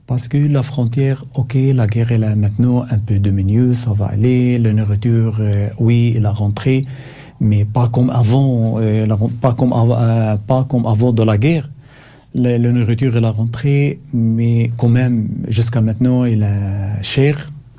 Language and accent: French; Gaza Strip, Palestine; moved away as an adult; now in Belgium; je suis palestinien, je suis venu de Gaza, mes enfants jusqu'à maintenant à Gaza.